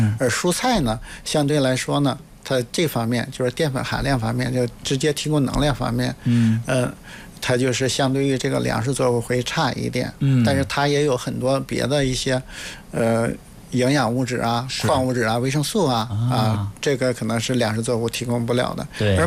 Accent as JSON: {"language": "Chinese", "country": "China", "said": "我们中国人"}